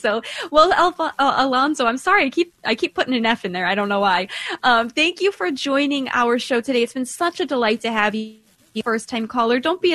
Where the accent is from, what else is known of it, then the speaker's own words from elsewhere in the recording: Midwest, United States; I grew up in the Midwest.